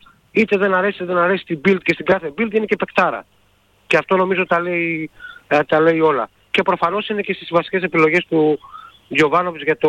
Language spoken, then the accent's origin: Greek; Greece; επειδή είμαστε Έλληνες